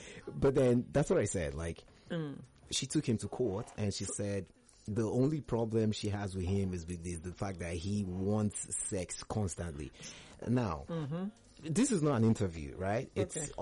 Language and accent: English; Anambra, Nigeria; I'm from Anambra State.